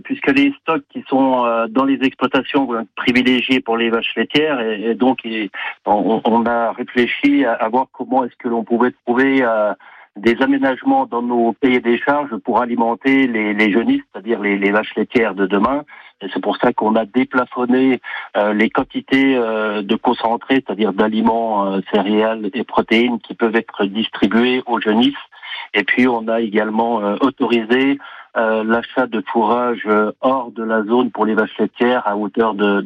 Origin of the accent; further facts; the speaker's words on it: Bourgogne-Franche-Comté, France; chez nous en Franche-Comté